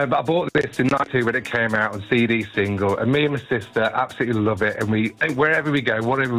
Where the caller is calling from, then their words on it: Nuneaton, West Midlands, United Kingdom; I'm calling from an eating in Warwickshire.